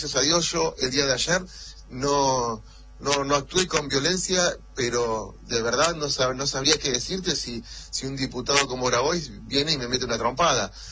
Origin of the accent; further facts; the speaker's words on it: Santa Cruz, Argentina; al menos te lo dice alguien que viene de la provincia de Santa Cr